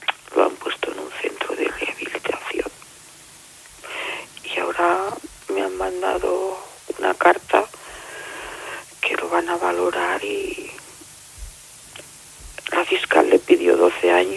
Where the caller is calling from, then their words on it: Sant Quirze del Vallès, Catalonia, Spain; Yo vivo en San Quirze del Vallés.